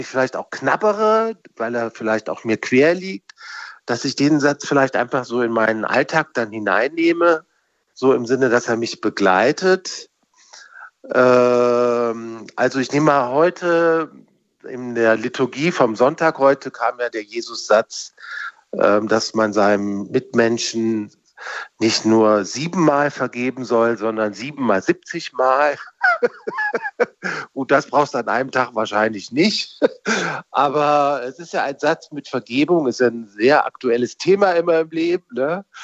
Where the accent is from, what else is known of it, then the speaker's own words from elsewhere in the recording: Kassel, Hesse, Germany; Und dann habe ich so als Jugendlicher mit 16 Jahren, ich bin in Kassel groß geworden